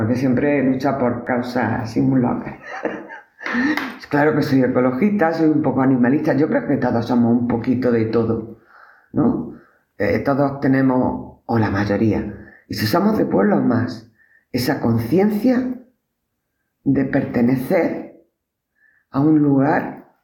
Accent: Huesca, Aragon, Spain; now in Granada, Spain; Y yo ya como llevo 7 años, luego ya soy de Granada. No, nunca seré de Huesca.

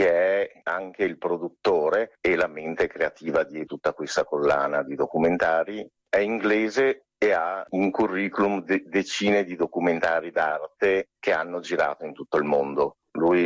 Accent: Venice, Veneto, Italy; Qui a Venezia, ovviamente, che noi siamo veneziani di origine, giochiamo in casa

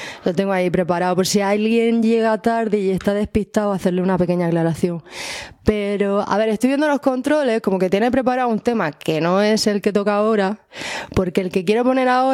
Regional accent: Almería, Andalusia, Spain; No sé por qué soy de Almería, pero digamos que llegué a eso

